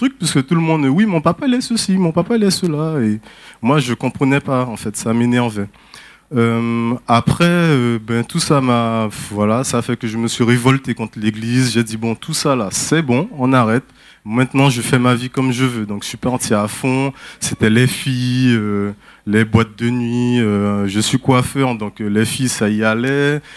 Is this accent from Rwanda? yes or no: no; French Guiana, France; born there